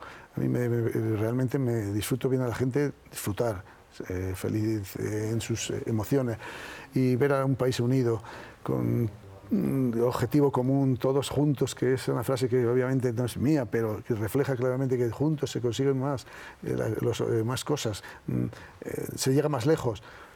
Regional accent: Spain; es un orgullo grandísimo ser español.

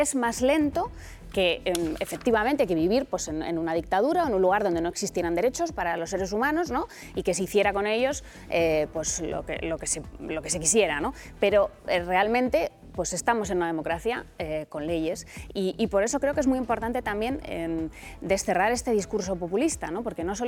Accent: Spain

